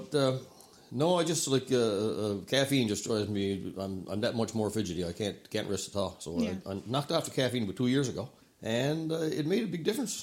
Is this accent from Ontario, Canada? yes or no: no; Winterose Brook, Newfoundland and Labrador, Canada; I'm from Winterose Brook, and I've been here all my life, I guess, and I was born